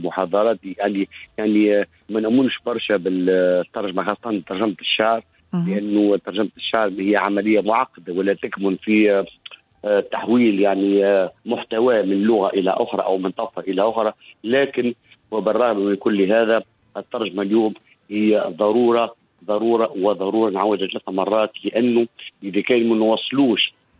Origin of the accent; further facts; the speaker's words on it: Tunisia; كشاعر تونسي